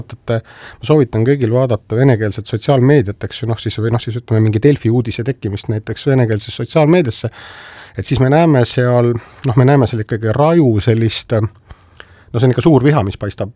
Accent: Saare County, Estonia; now in Tallinn, Estonia; minu kodusaarelt pärit

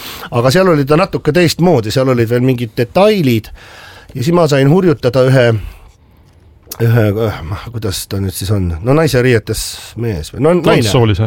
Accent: Tallinn, Harju County, Estonia; born there; mina olen tegelikult praktiliselt selle maja naaber sünnipäraselt, et ma olen ju seal Hiiu pubi vastas on lillepoekane koheline maja, see on minu sünnikodu seal.

